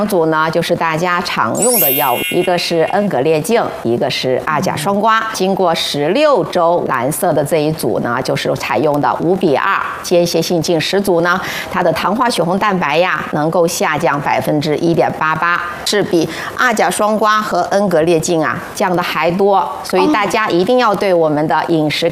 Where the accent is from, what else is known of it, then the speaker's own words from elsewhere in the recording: China; 我们中国人